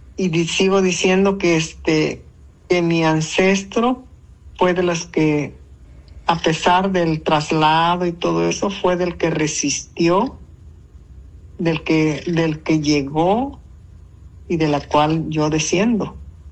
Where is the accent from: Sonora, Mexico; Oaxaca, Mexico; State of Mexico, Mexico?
Oaxaca, Mexico; Pinotepa Nacional; yo estudié en la ciudad de Pinotepa, yo vivo en el Cerro, no me casé para acá, pero yo de niña estudié ahí en Pino.